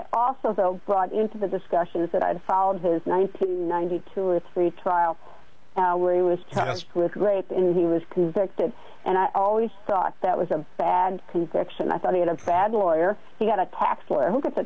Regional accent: Wisconsin, United States; I get that. I'm from Wisconsin. My first concert was, I don't know if you know

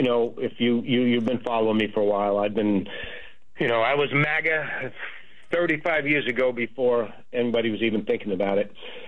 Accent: Staten Island, New York, United States; You know, I am going to miss my hometown of Staten Island because I'm there every year in the parade, small town, USA.

